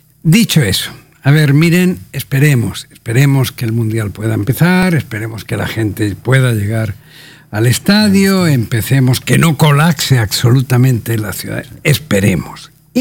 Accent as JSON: {"language": "Spanish", "country": "Spain", "moved": "yes", "said": "en mi originaria España."}